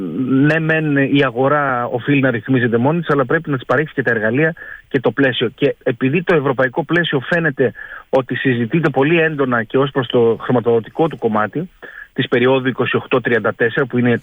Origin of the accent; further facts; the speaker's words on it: Greece; ως Έλληνες είμαστε πάρα πολύ υπερήφανοι.